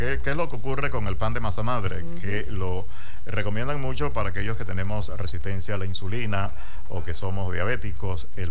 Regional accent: Caripito, Monagas, Venezuela; esta gente, que por cierto es de mi pueblo, de Caripito

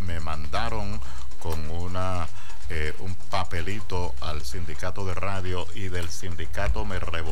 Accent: Caripito, Monagas, Venezuela; now in Maturín, Venezuela; las de Caín para poder estar frente a un micrófono aquí en Maturín. Ya lo estaba en Caripito, en mi pueblo.

